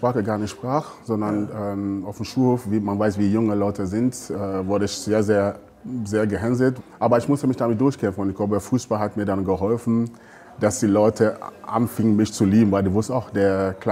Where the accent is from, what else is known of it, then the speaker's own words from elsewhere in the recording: Ghana; now in Gelsenkirchen, Germany; jeder denkt, klar … kommt aus Ghana, aber trotzdem fühle ich mich wirklich sehr, sehr wohl hier in diesem Ruhrgebiet